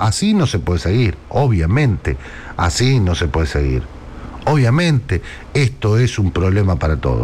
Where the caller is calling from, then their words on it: Berisso, Buenos Aires Province, Argentina; Soy de Berisso, barrio El Carmen.